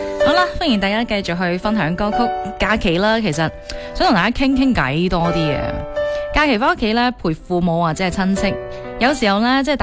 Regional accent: Guangdong, China; 我哋广东人

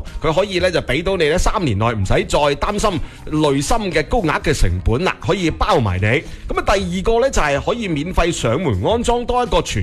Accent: Guangdong, China; 我哋广东人或者佛山人

